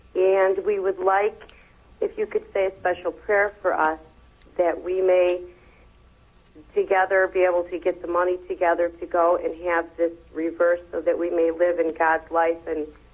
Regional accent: Cleveland, Ohio, United States; Cleveland, Ohio.

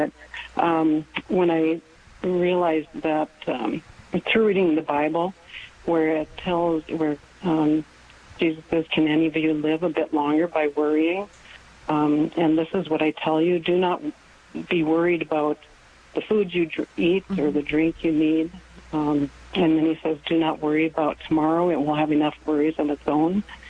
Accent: North Dakota, United States; I'm from North Dakota

